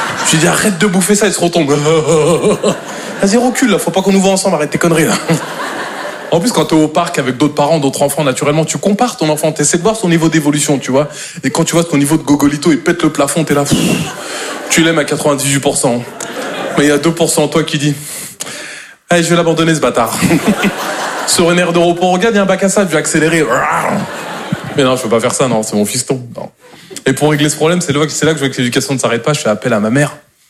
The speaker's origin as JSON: {"language": "French", "region": "Normandy", "country": "France", "said": "Moi, je suis normand de base et j'aime pas trop le silence."}